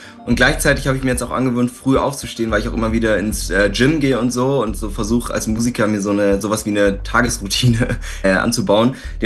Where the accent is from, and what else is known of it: Landsberg, Germany; born or raised there; now in Berlin, Germany